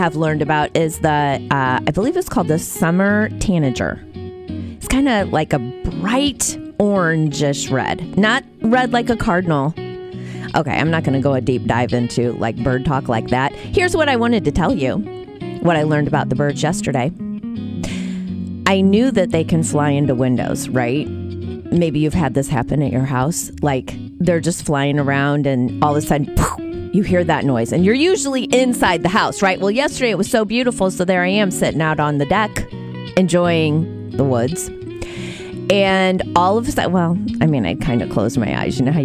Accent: Metamora, Illinois, United States; now in East Peoria, United States; Hubby and I have lived in this area all our lives. He's from Pekin, I'm from Metamora. We raised our kids in Dunlap.

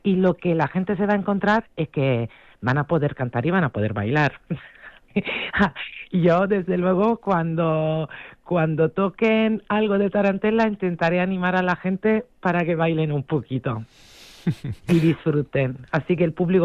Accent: Italy; moved away as an adult; now in Spain; Yo soy italiana, llevo aquí 26 años

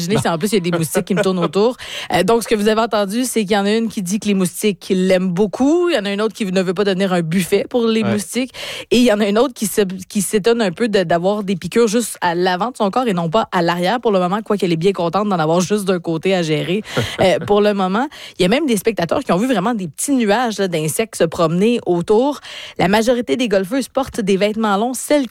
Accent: Quebec, Canada; moved away; also born or lived in the Prairies; Moi, je viens de l'Abitibi en plus

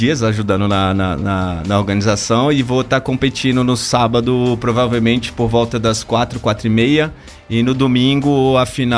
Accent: Brasília, Federal District, Brazil; Eu sou daqui de Brasília

